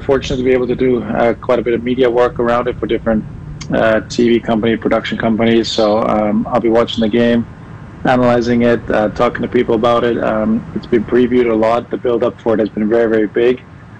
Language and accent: English; Canada; born there; also born or lived in Bosnia and Herzegovina / Germany; I was born in Bosnia in 1987, and within 4 years my life and my family's life got turned upside down, really, and we were forced to flee the country, and we ended up moving to Germany for a few years, and then Canada after that.